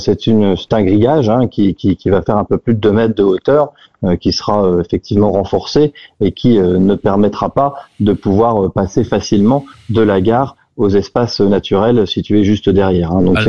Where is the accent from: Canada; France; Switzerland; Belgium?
France; Hauts-de-France; now in Abbeville, France; chez nous, dans le Nord, le Pas-de-Calais, la Somme